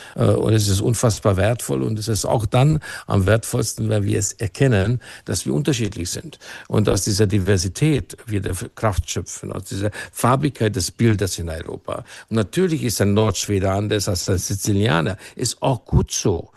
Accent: Hungary; now in Germany; das war für mich natürlich als ein geflüchteter Ungar, also mein Geburtsland und meine Heimat Deutschland war nie mehr verbunden als in diesem Augenblick

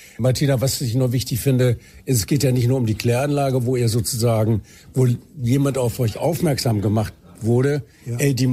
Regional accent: Bielefeld, North Rhine-Westphalia, Germany; moved away; Ich komme ja eigentlich aus Bielefeld.

